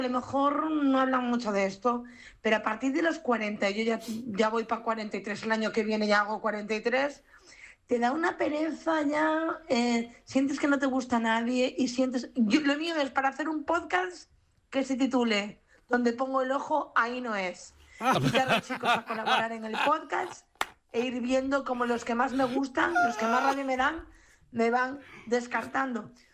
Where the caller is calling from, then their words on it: Marín, Galicia, Spain; de Marín.